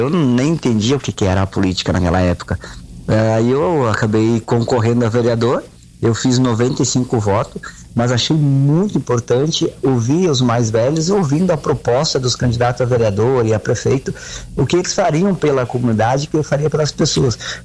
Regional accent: Nova Prata, Rio Grande do Sul, Brazil; moved away as an adult; also born or lived in Bagé; now in Veranópolis, Brazil; Eu saí de Nova Prata em 95.

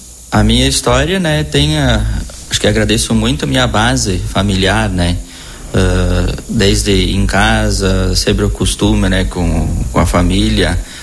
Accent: Marau, Rio Grande do Sul, Brazil; Isto, sou aqui de Marau e foi lá na comunidade de Santo Agostinho, interior aqui de Marau, onde eu me criei, vivi a minha infância, comecei a estudar lá no interior ainda, claro, depois vim para a cidade, né? Mas minhas raízes são daqui de Marau, lá da comunidade de Santo Agostinho.

